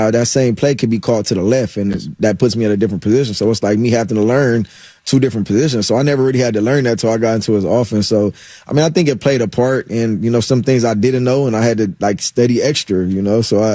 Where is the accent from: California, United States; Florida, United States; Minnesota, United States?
California, United States; Los Angeles; born or raised there